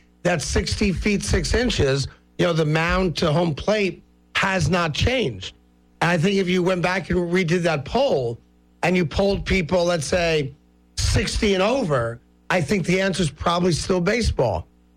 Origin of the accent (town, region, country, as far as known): East Coast, United States; born or raised there